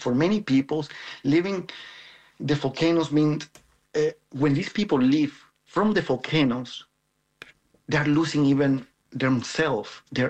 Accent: Ecuador; now in Netherlands; I am an Ecuadorian photographer and a storyteller based in the Netherlands.

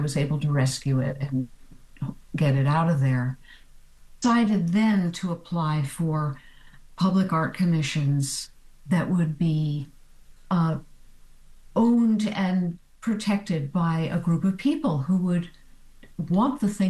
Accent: New Jersey, United States; And I have a couple of commissions on the horizon from groups in my home state of New Jersey

